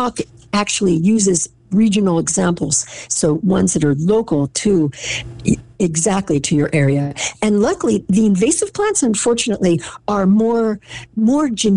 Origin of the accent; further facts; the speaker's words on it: California, United States; also born or lived in Philadelphia; In fact, I was born in Philadelphia and lived outside of Philadelphia. And then my family, my mother and father moved us to California when I was about 10, but I always wanted to come back to the East Coast.